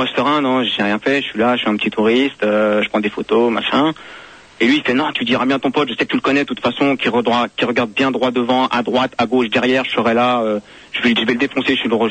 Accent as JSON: {"language": "French", "country": "France", "said": "c'est aux États-Unis, je suis français, il est français"}